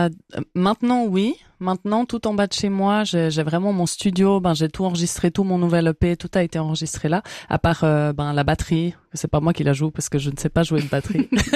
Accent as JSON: {"language": "French", "country": "Switzerland", "tie": "born there", "said": "même si je suis née en Suisse et puis que ma langue maternelle, au final, ben, c'est le français, même si je parle aussi italien"}